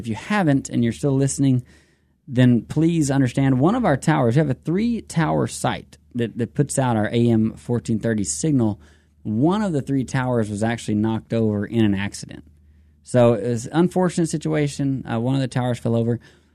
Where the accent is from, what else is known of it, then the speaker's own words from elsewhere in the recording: Lufkin, Texas, United States; my hometown pastor from Lufkin, Texas